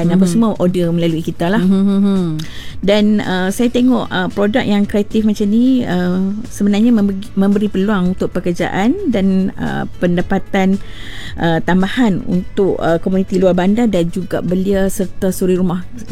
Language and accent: Malay; Kuala Nerang, Kedah, Malaysia; Asal saya orang Kuala Nerang.